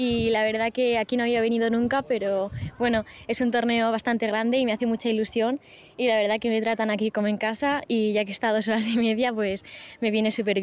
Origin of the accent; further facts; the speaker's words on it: Zaragoza, Aragon, Spain; soy de Zaragoza